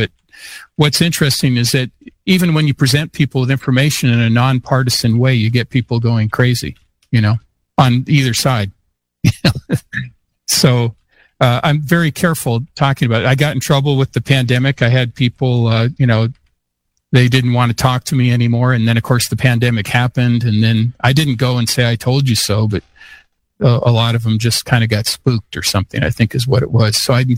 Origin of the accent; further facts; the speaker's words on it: Kenmore, Washington, United States; also born or lived in Seattle; So that was in Seattle, where I'm from Seattle, but I was actually from Kenmore, Washington, which is the north end of Lake Washington. Our house was right near a Nike missile base, so a nuclear missile site.